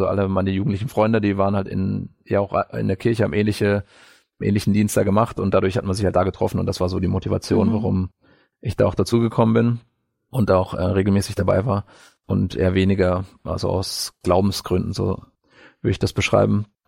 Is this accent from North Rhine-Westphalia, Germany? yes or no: no; Bavaria, Germany; Ja, also ich bin in einem nicht-christlichen Elternhaus groß geworden. Ich komme ursprünglich aus Bayern, aus Nordbayern, aus dem schönen Frankenland.